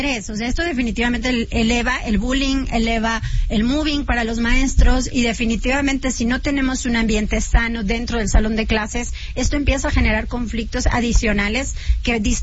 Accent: Mexico; yo soy miembro de la Academia Nacional de Historia y Geografía por parte de la UNAM aquí en México

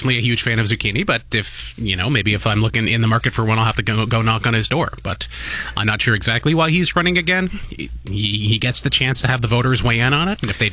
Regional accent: Windsor, Ontario, Canada; now in St. Catharines, Canada; preface this by saying I've grown up my entire life in this kind of part of southwestern Ontario. I come from Windsor. I moved up here to St. Catharines. I've lived basically all of my life in automotive towns in this part of the world.

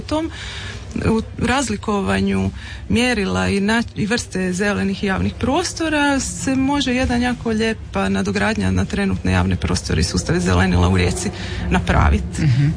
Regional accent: Kostrena, Primorje-Gorski Kotar County, Croatia; moved away as an adult; also born or lived in Zagreb; now in Rijeka, Croatia; ja sam iz Kostrene.

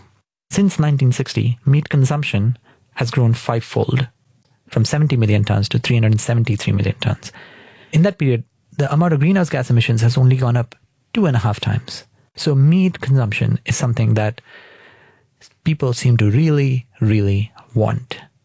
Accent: India; moved away as an adult; I grew up vegetarian in India. The first time I ate beef was when I came to this country studying in university.

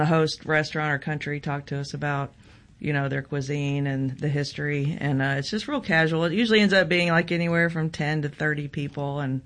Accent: Oklahoma City, Oklahoma, United States; born there; now in Memphis, United States; I claim that I'm a Memphian, but I was born in Oklahoma City. My husband says I'm a Midwesterner, but I have been in Memphis for a very, very, very long time.

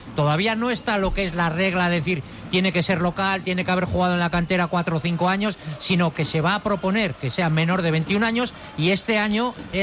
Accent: Navarre, Spain; Pero que lo vuelvo a repetir, que no hay polémica, que todos somos navarros. Es el reino de Navarra.

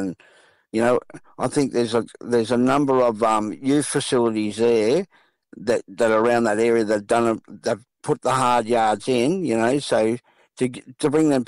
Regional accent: Sydney, New South Wales, Australia; We grew up in South Sydney, mm. Redfern All Blacks we played for

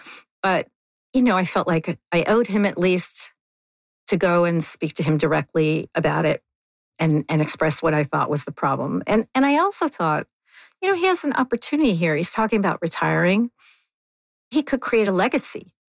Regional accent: Canada; As a Canadian, you need to remember this

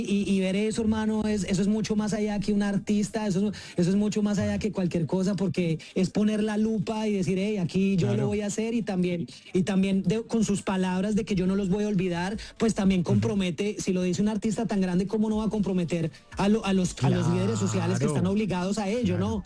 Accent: Colombia; yo me uno como colombiano

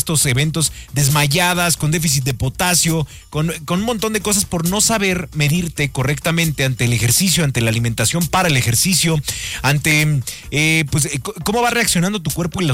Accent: Mexico; Yo tengo la hipótesis de que como mexicanos nacimos en un lugar donde maravillosamente tenemos todos los mejores platillos del planeta.

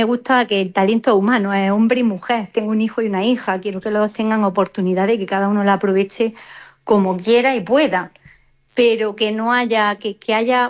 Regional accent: Motril, Andalusia, Spain; la capital de España es Motril, vaya, básicamente. No, pues a ver, yo al final siempre barro para mi tierra.

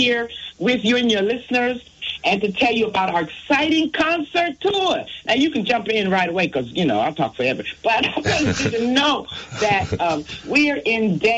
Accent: Washington, District of Columbia, United States; But I grew up and was born in Washington, D.C. My father was a Baptist minister there. We were in the heart of the black commun

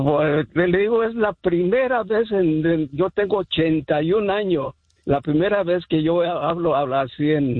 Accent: San Francisco del Rincón, Guanajuato, Mexico; Somos de San Francisco del Rincón, Guanajuato, aclarando mi esposa y yo, desde allá venimos casados.

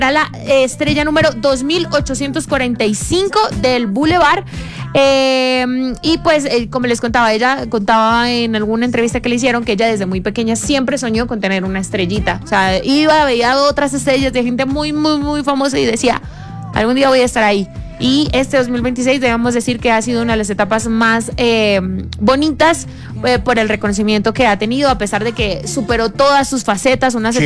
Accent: Saladoblanco, Huila, Colombia; born there; moved away; en mi pueblo, en Salado Blanco, Huila, tierra de promisión, que sus mujeres alegra el corazón

